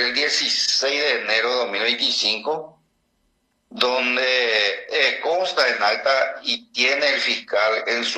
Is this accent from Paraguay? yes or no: yes; Pirayú, Paraguarí, Paraguay; Yo soy de Pirayú, le quiero mucho a mi ciudad, siempre he cuidado mucho Pirayú.